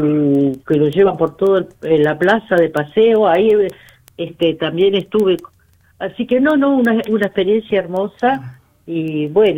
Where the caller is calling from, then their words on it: Rawson, Argentina; En Rawson